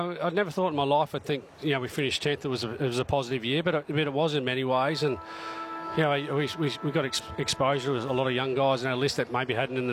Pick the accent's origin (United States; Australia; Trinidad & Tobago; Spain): Australia; Adelaide, South Australia; I grew up in Adelaide.